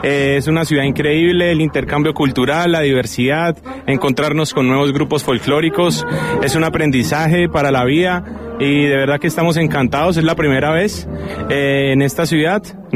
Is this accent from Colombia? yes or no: yes; Tunja, Boyacá, Colombia; de Tunja, Boyacá, Colombia.